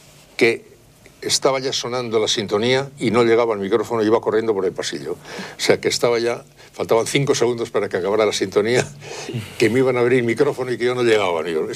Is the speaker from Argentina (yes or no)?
no; Spain; No, no creo en Dios. Pero no creo en Dios, pero soy español. Quiero decir que no es lo mismo no creer en Dios siendo finlandés que no creer en Dios siendo español.